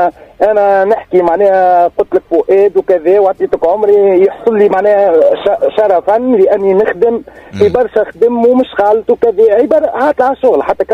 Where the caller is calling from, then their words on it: Tunisia; انا كشاب تونسي